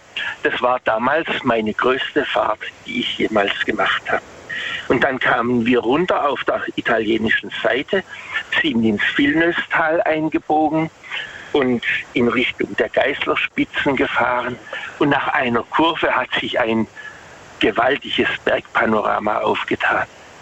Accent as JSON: {"language": "German", "town": "Waghäusel", "region": "Baden-Württemberg", "country": "Germany", "said": "Also ich komme aus Waghäusel."}